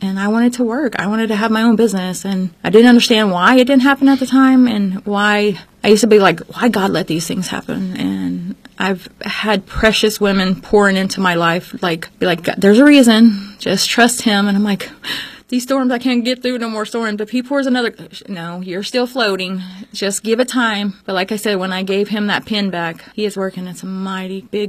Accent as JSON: {"language": "English", "region": "Texas", "country": "United States", "tie": "born or raised there", "also_born_or_lived": "Louisiana", "said": "I was born in Louisiana. I believe I was about eight when we moved to Texas."}